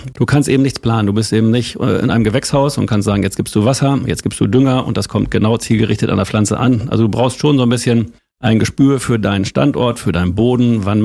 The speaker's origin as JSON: {"language": "German", "town": "Holthusen", "region": "Lower Saxony", "country": "Germany", "tie": "born or raised there", "said": "Also unser Bauernhof, auf dem wir aufgewachsen sind, oder ich aufgewachsen bin in Holthusen 1, Lüneburger Heide, das ist so ein typischer Bauernhof gewesen"}